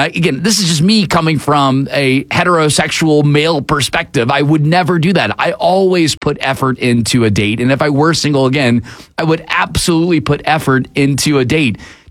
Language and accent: English; United States; as an American